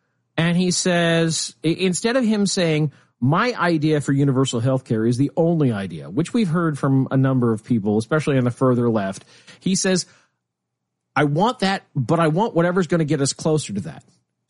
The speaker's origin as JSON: {"language": "English", "town": "Lincoln", "region": "Nebraska", "country": "United States", "tie": "born or raised there", "said": "He's over the second district, which is, or is it first district? It's Lincoln, my hometown."}